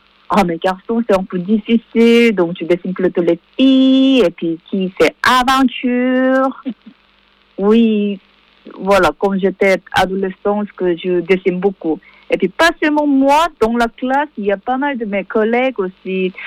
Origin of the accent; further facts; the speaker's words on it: South Korea; French is a second language; moved away; quand j'étais petit en Corée